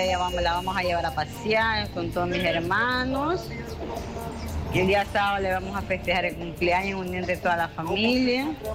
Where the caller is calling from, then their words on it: Guayaquil, Guayas, Ecuador; Como buena guayaquileña